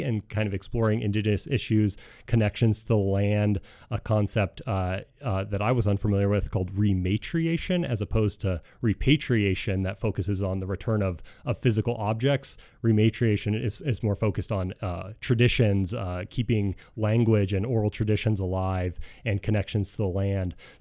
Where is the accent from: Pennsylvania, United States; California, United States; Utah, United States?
Utah, United States; growing up in Utah and going to school here.